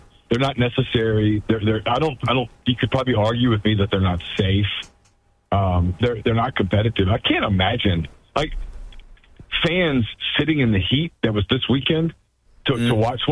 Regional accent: Ruston, Louisiana, United States; I grew up in Ruston, Louisiana, when Louisiana Tech was in 1AA.

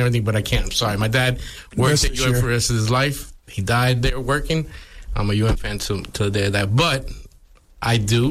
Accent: New York, United States; Because I'm from New York originally.

